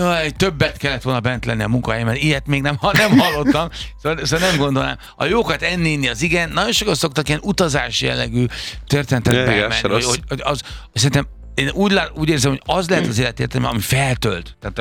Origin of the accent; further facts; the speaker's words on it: Zugló, Budapest, Hungary; ráadásul én zuglói vagyok, tehát a BVST-t kedvelem, szeretem, kedveltem és szerettem